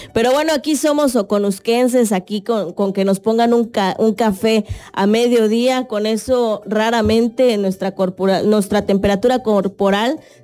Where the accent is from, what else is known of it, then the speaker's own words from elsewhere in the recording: Tapachula, Chiapas, Mexico; Nosotros como costeños ya pues estamos acostumbrados, ¿verdad?